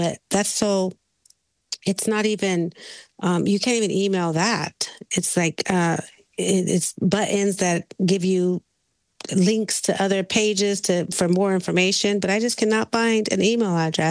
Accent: California, United States; moved away; I grew up in California

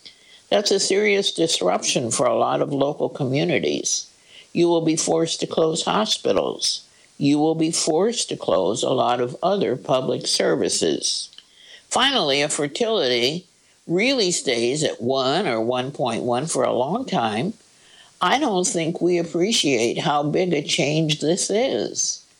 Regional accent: Madrid, Community of Madrid, Spain; I'm originally from Madrid in Spain. A lot of the residential neighborhoods in Madrid are ugly.

